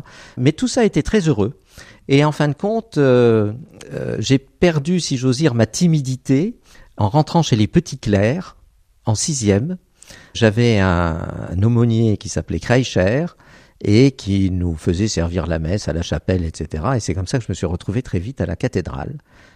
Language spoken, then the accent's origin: French; Metz, Grand Est, France; je suis de la Moselle. J'avais de la famille qui était dans la campagne. Ils parlaient encore à l'époque un vague patois roman.